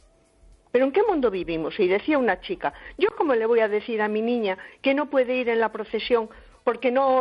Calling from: A Coruña, Galicia, Spain; de Coruña.

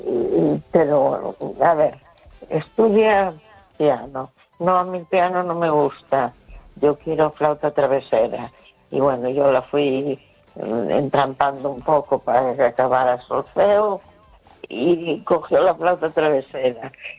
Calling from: A Coruña, Galicia, Spain; de La Coruña.

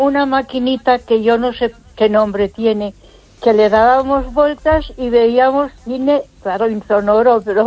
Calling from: Ponferrada, Castile and León, Spain; de Ponferrada.

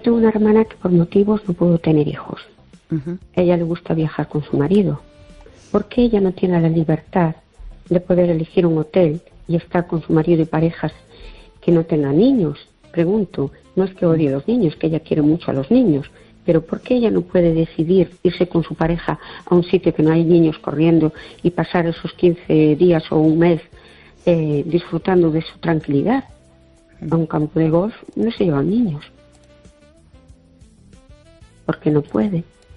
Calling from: Seville, Andalusia, Spain; de Sevilla.

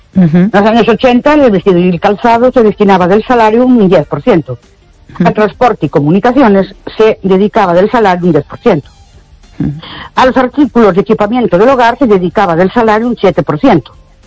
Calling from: Ourense, Galicia, Spain; Buenas noches … de Orense.

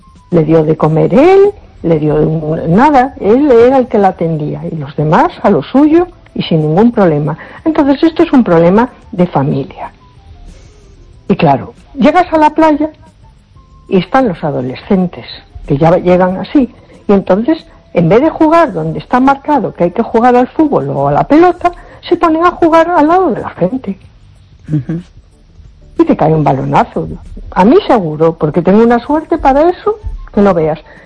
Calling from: A Coruña, Galicia, Spain; de Coruña.

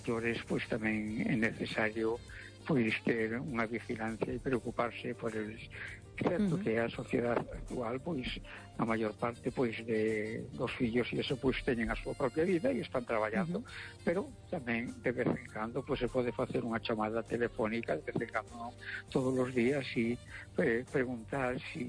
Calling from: A Coruña, Galicia, Spain; de Coruña.

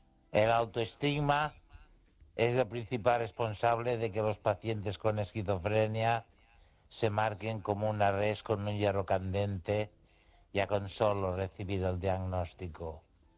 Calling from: Catalonia, Spain

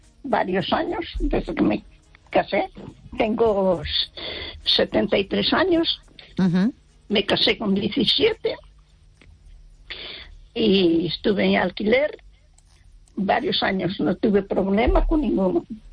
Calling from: Baiona, Galicia, Spain; Desde Bayona.

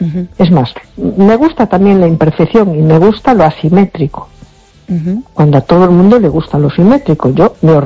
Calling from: A Coruña, Galicia, Spain; de Coruña.

